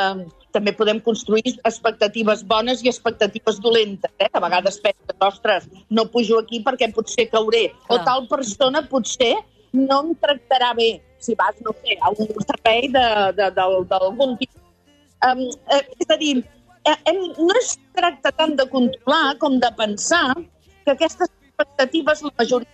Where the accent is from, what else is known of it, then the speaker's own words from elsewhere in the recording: Catalonia, Spain; Jo sóc del Vallès, visc a Martorelles